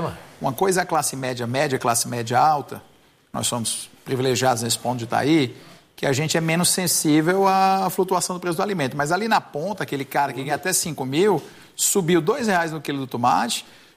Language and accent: Portuguese; Ceará, Brazil; Eu sou cearense, tá?